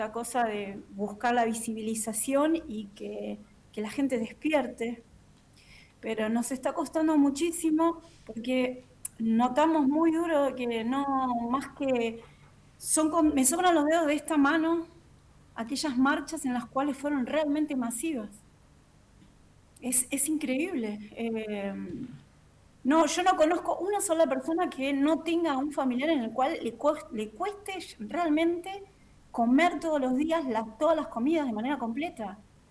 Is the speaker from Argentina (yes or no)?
yes; Buenos Aires, Argentina; Soy de Cava, sí.